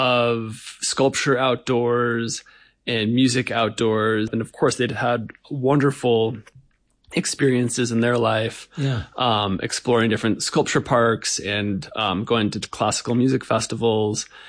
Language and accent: English; Eagle River Valley, Colorado, United States; now in Montana, United States; I grew up in a little valley called West Lake Creek, which is runs into the Eagle River Valley. So it's just down the road from Vail, the ski area, the ski resort.